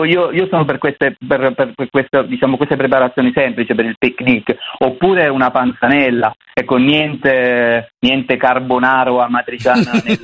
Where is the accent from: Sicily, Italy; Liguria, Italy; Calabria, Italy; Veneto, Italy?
Sicily, Italy; Allora, io da siciliano, diciamo che da siciliano il picnic per me potrebbe essere